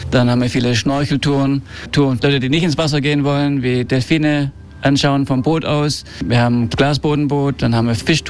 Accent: Ibiza, Balearic Islands, Spain; born or raised there

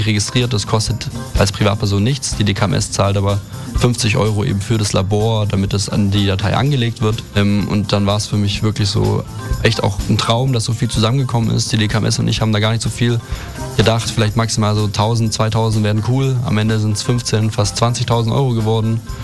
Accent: Crailsheim, Baden-Württemberg, Germany; aber auch vermehrt einfach aus Kreilsheim, aus meinem Heimatort.

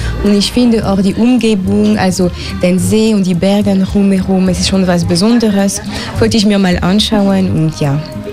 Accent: France; Also man isst als Franzose immer sehr gern mit anderen Leuten.

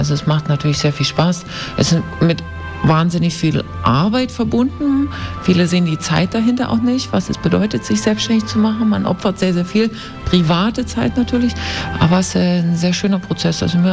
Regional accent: Saxony, Germany; moved away as an adult; also born or lived in Paris / Rome; now in Dresden, Germany; Weil die Heimat eben auch sehr schön ist und ich gebürtige Sächsin bin.

